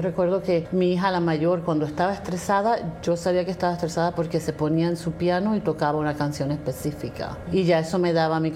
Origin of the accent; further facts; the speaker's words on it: Puerto Rico; Yo como puertorriqueña te digo que creo que el puertorriqueño es bien creativo